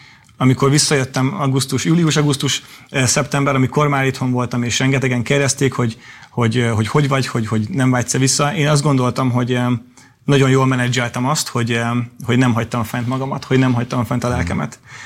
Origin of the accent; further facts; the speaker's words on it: Hungary; magyarok vagyunk